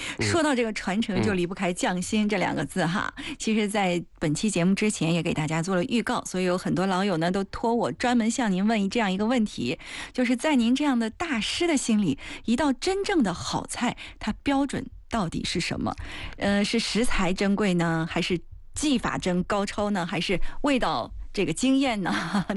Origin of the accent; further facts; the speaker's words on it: Anhui, China; 成为咱们安徽人餐桌上的幸福菜呢